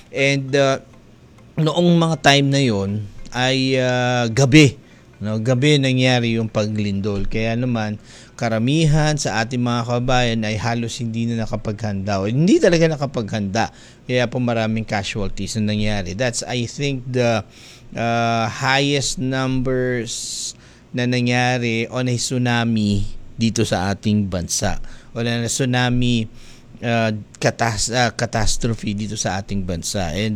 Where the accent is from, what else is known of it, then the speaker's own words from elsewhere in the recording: Marantao, Lanao del Sur, Philippines; which is in Marawi City, or rather in Lanao del Sur, in Marantao, in my hometown